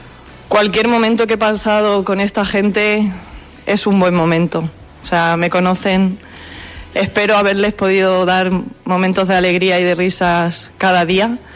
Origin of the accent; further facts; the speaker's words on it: Albacete, Castilla-La Mancha, Spain; moved away as an adult; now in Granada, Spain; Cuando llegué a Granada, en la temporada 2012-2013, procedente de mi tierra, Albacete